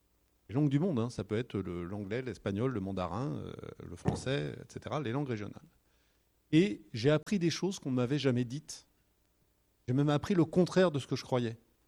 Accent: Paris, Île-de-France, France; La raison personnelle, vous l'entendez à mon accent, j'ai toujours vécu à Paris. Mon père était parisien, mais mon père était un homme de goût puisqu'il a épousé une béarnaise.

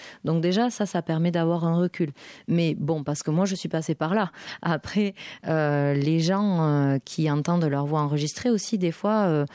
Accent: Southern France, France; accent: Southern French; j'ai appris à enlever mon accent, parce que j'ai quand même un accent du Sud assez prononcé.

